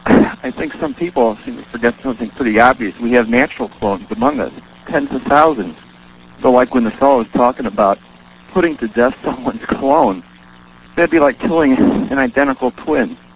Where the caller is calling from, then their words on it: Fargo, North Dakota, United States; from Fargo.